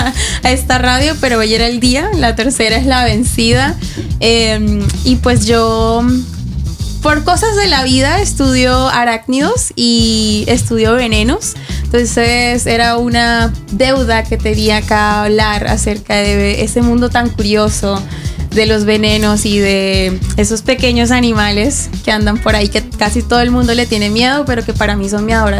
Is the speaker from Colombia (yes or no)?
yes; Colombia; soy colombiana.